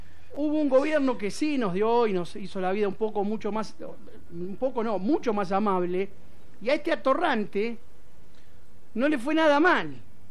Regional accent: Ringuelet, Buenos Aires Province, Argentina; Está bien de la provincia, pero nosotros somos de Ringuelé. Vos tenés que hablar de acá.

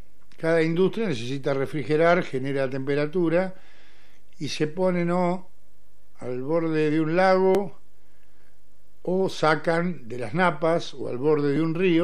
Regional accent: Argentina; Los argentinos, que tenemos una historia formidable de lucha, ¿no?

